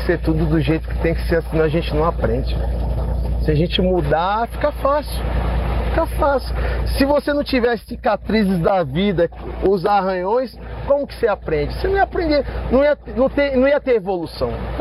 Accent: Santos, São Paulo, Brazil; hoje eu sou de Santos, mas trabalho aqui em São Paulo.

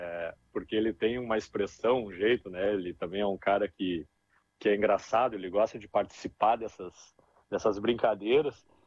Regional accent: Santo Antônio da Patrulha, Rio Grande do Sul, Brazil; now in Norway; Eu sou de Santo Antônio da Patrulha, aí pertinho, terra da rapadura, né?

